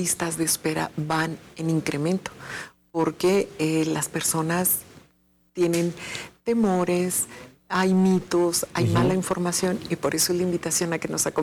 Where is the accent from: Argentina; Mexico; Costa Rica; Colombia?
Mexico; Nosotros como cultura mexicana convivimos con la muerte, la festejamos, la celebramos